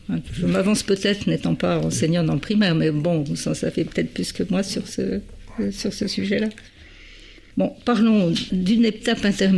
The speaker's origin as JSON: {"language": "French", "region": "Grand Est", "country": "France", "said": "On est d'abord Vosgien avant d'être Lorrain. On est Lorrain par héritage de propriété, comme on dit."}